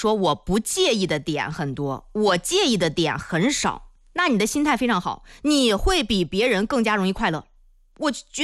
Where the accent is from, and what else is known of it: Hebei, China